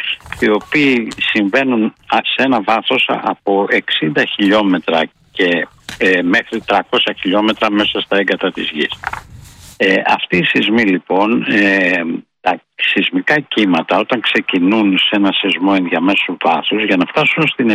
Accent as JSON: {"language": "Greek", "area": "Zakynthos", "region": "Ionian Islands", "country": "Greece", "tie": "born there", "said": "Βρίσκομαι στη Ζάκυνθο, στην πατρίδα μου."}